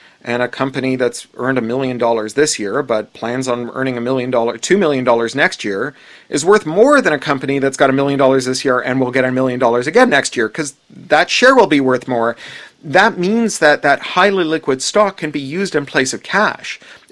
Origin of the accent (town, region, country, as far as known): Toronto, Ontario, Canada; born or raised there